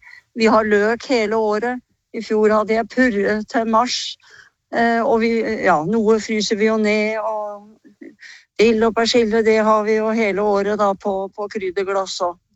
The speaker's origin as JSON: {"language": "Norwegian", "town": "Skien", "region": "Telemark", "country": "Norway", "tie": "born or raised there", "said": "jeg har vokst opp midt i Skien"}